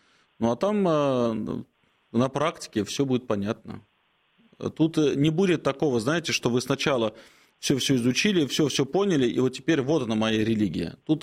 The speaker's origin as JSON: {"language": "Russian", "region": "Moscow", "country": "Russia", "tie": "born or raised there", "said": "мы живем в Москве еще там с середины или начала 19 века. И так-то я коренной москвич, я москвич, и я русский человек, и для меня Россия – это моя родина."}